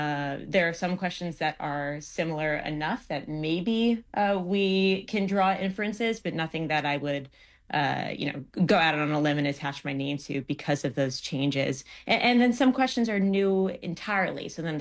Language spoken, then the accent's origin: English; New York City, New York, United States; This is something, as just a New Yorker, I think we've heard from bright young students before